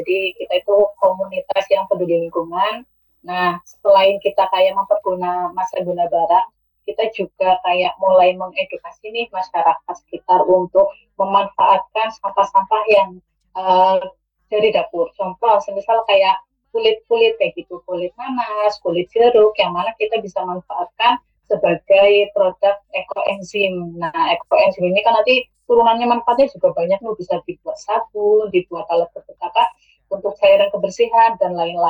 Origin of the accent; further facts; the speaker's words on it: Pekuncen, Central Java, Indonesia; now in Sukaraja, Indonesia; Kalau saya aslinya sih Pekunsen, cuma saya sekarang domisili di Karanganas, Sukaraja.